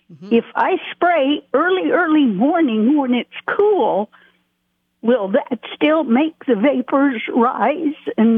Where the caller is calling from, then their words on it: Crete, Nebraska, United States; from the Crete area.